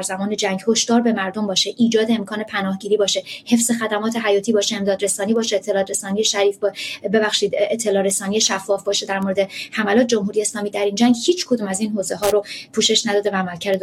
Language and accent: Persian; Iran; moved away; ماهایی که در ایران سالها رو بزرگ شدیم،